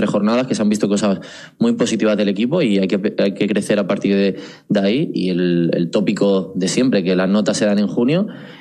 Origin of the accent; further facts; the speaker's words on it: Catalonia, Spain; moved away as an adult; Sí, bueno, al final hasta los 18 viví allí, soy catalán, tengo mucha familia allí